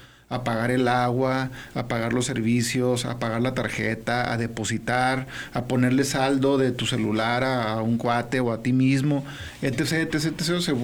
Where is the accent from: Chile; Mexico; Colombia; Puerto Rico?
Mexico; ¿cuál producto mexicano tenemos?